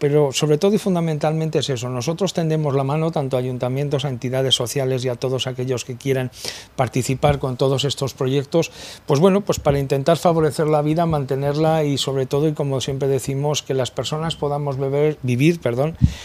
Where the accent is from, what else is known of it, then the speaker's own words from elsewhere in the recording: Muniesa, Aragon, Spain; si me permites quiero mandar un saludo a mi pueblo, a Muniesa, que me dicen muchas veces que te veo en la televisión